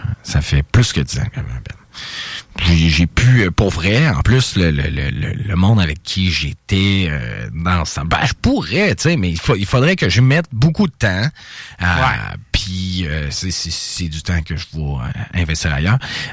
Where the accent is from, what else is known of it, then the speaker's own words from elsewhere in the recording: Quebec City, Quebec, Canada; also born or lived in British Columbia; now in Lévis, Canada; Toujours habité à Québec avant, à part le BC. Là, c'est la première fois de ma vie que je reste